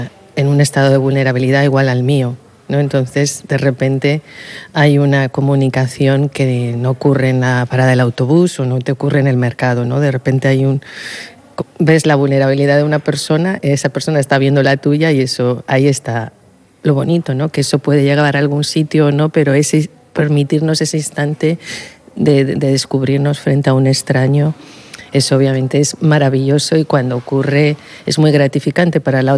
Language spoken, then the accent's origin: Spanish; Madrid, Community of Madrid, Spain; Sí, yo soy madrileña y voy mucho al Rastro.